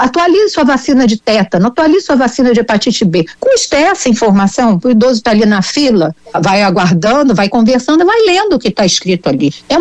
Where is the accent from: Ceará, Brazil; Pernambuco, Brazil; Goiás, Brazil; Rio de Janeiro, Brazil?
Rio de Janeiro, Brazil